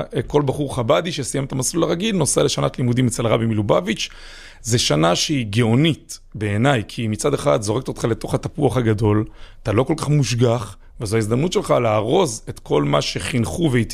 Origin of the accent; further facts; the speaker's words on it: Kfar Chabad, Central District, Israel; אז אני גדלתי בכפר חב"ד, לאבא ואמא מקסימים, אבא רב